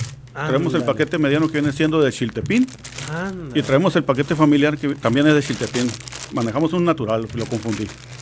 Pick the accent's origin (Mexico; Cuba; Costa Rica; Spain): Mexico; Ciudad Obregón, Sonora; now in Mexicali, Mexico; de ahí es donde sale la carne seca Jiménez. Originario de Ciudad Obregón, llegamos aquí a Mexicali hace 15, 16 años